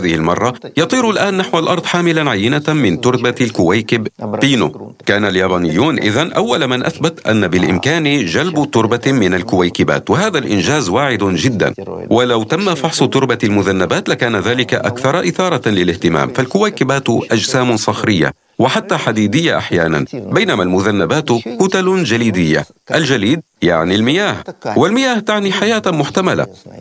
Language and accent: Arabic; Russia; بلدنا روسيا كبير،